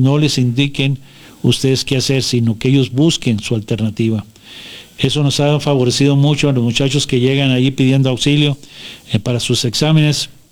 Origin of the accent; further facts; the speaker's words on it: Mexico; No dejemos de declinar que somos mexicanos.